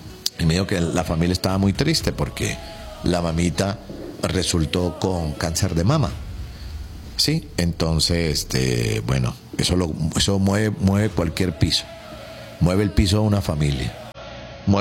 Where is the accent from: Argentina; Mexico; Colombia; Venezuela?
Venezuela; Y con esto tenemos que aprender los venezolanos.